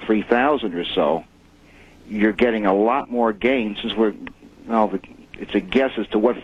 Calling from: New York, United States; from New York.

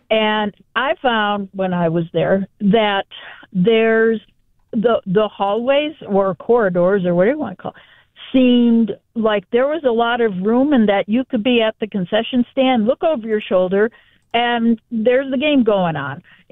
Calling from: Rochester, New York, United States; I'm calling from Rochester and that we have a, you know, good-sized deaf, hard of hearing population here.

